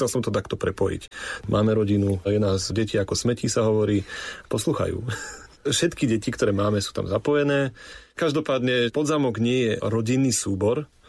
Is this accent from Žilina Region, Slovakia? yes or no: yes; Zákamenné, Žilina Region, Slovakia; also born or lived in Trnava; now in Boleráz, Slovakia; pochádzam z Oravy, z dediny Zákamenné, ktorá sama o sebe je tiež teda veľmi hudobne možno známa. Študoval som v Trnave, kde som od roku 2002